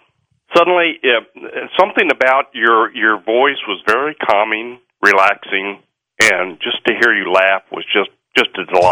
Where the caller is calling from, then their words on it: Independence, Missouri, United States; in Independence, Missouri.